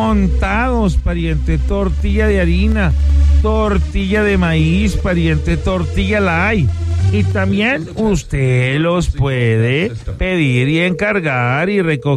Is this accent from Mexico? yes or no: yes; Mazatlán, Sinaloa, Mexico; soy de Mazatlán, ¡súbale, mi Cucae!